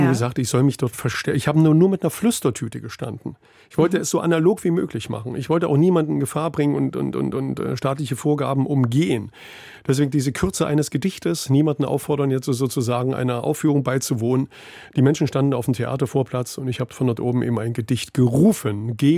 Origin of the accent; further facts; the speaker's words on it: Bautzen, Saxony, Germany; moved away; also born or lived in Schwedt; Ich bin natürlich in einer Stadt mit Zweisprachigkeit an den Straßennamen und an den Geschäften aufgewachsen.